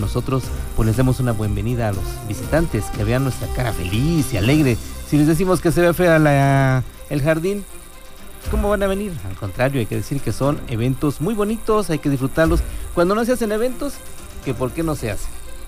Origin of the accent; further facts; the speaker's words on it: Huauchinango, Puebla, Mexico; nosotros que somos de Huauchinango